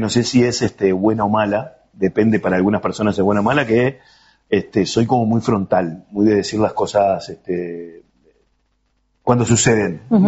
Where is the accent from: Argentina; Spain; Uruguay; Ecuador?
Uruguay; Montevideo; Nosotros somos de Millán y Lecó, con Leo, que es el otro integrante, junto con Juan Carlos, que es del Cerro. Somos del oeste de Montevideo